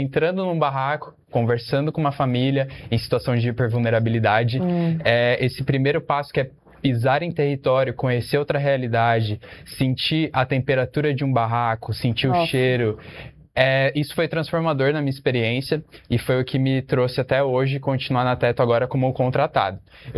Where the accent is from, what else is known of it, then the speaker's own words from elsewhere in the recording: São Paulo, Brazil; Eu fui criado na Zona Oeste, região próxima ali de Pinheiros